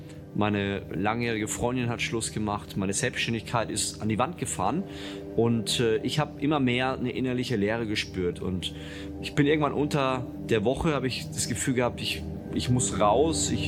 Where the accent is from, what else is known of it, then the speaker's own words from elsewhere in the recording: Würzburg, Bavaria, Germany; Ich bin in Würzburg aufgewachsen, christlich erzogen worden.